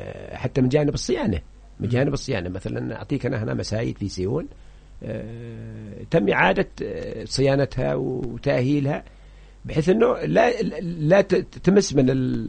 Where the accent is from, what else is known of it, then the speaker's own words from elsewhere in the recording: Hadhramaut, Yemen; عندنا في حضرموت ثلاثه انواع من الجنابي